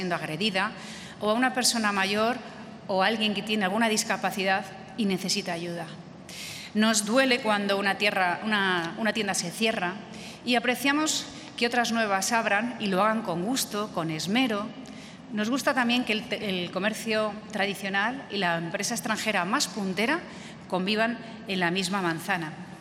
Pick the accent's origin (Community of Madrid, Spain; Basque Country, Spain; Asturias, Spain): Community of Madrid, Spain